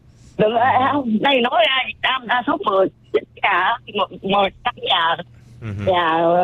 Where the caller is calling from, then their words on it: United States; Mình ở Mỹ